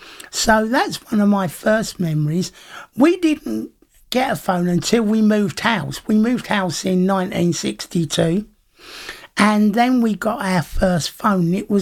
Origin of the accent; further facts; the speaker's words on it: London, United Kingdom; born there; I was born in November 1956. And when I was young, one of my first memories was of my mum walking down the road to use the telephone box. Because we lived in London